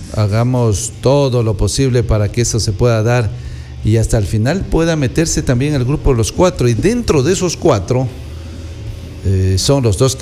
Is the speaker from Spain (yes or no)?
no; Yanzaza, Zamora-Chinchipe, Ecuador; moved away; Yanzaza, la capital económica de la provincia de Zamora Chinchipe, Yanzaza. Mi tierra linda